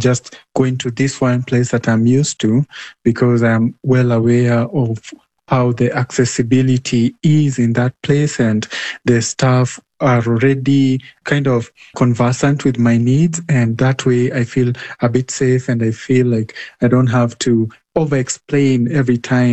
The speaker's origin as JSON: {"language": "English", "town": "Nakuru", "region": "Nakuru County", "country": "Kenya", "tie": "born or raised there"}